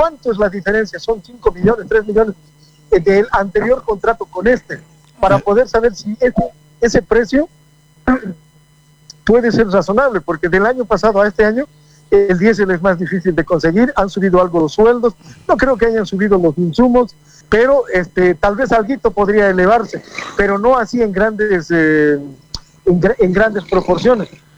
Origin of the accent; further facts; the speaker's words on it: Bolivia; además soy boliviano